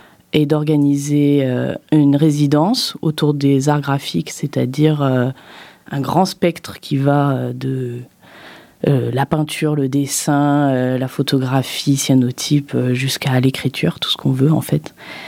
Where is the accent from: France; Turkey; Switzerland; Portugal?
France; Die, Auvergne-Rhône-Alpes; born there